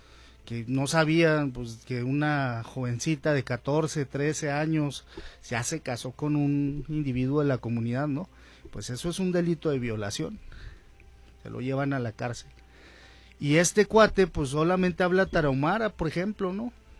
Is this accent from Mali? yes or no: no; Mexico; nosotros como pueblo mexicano